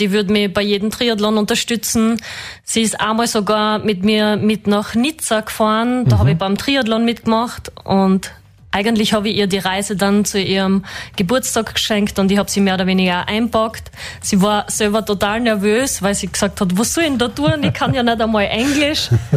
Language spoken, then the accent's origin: German; Riegersburg, Styria, Austria; now in Fürstenfeld, Austria; Ja, ursprünglich komme ich aus Riggersburg.